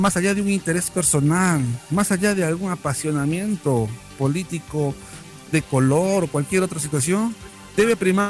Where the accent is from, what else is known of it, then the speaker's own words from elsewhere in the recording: Otuzco, La Libertad, Peru; somos de acá, de Otuzco